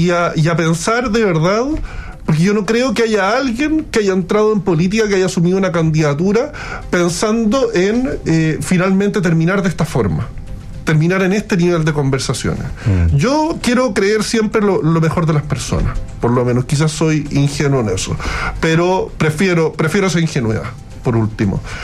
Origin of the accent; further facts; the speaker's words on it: Punta Arenas, Magallanes, Chile; born there; Yo también nací en Punta Arenas.